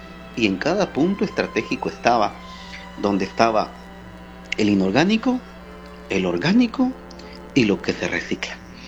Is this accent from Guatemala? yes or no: yes; Guatemala